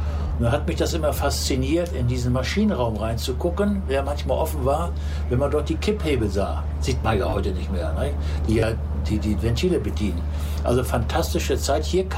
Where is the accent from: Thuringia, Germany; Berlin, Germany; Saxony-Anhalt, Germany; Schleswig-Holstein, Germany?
Schleswig-Holstein, Germany; Friedrichsort; Und ich bin nun in Friedrichsort geboren und aufgewachsen.